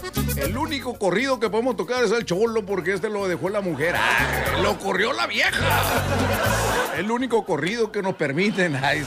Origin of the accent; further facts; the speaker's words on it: Mexico; como buenos mexicanos que somos.